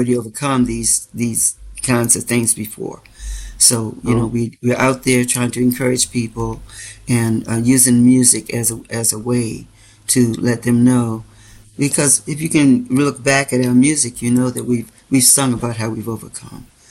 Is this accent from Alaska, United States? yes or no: no; Washington, District of Columbia, United States; I was definitely a D.C. born girl.